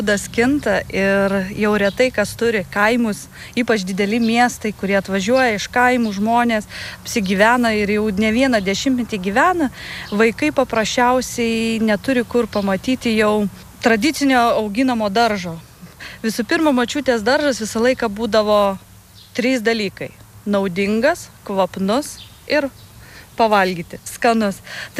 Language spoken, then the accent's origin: Lithuanian; Aukštaitija, Lithuania; Aš iš Aukštaitijos, taipogi pas mus grikių nieks neaugino.